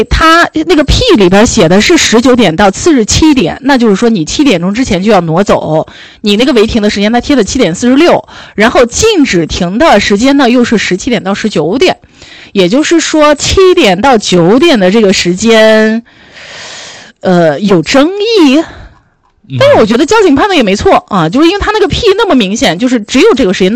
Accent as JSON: {"language": "Chinese", "region": "Shanxi", "country": "China", "said": "我们山西人就是喜欢当皇，你知道吗？"}